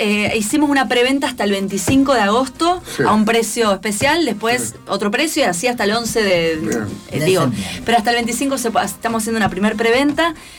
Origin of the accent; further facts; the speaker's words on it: Montes de Oca, Santa Fe, Argentina; Está completamente rodada en Montes de Oca, en la República de Montes de Oca, que es mi pueblo, cerca de Caña de Gómez, Las Parejas, acá en el litoral.